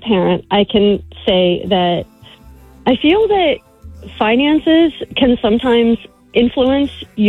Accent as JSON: {"language": "English", "town": "Bradenton", "region": "Florida", "country": "United States", "tie": "born or raised there", "moved": "as an adult", "lives_now": "Palmetto, United States", "said": "Born and raised in Braden Tucky, moved to Palm Ghetto about 20 years ago."}